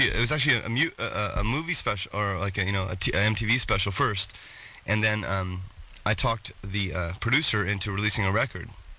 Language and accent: English; San Diego, California, United States; I grew up in San Diego.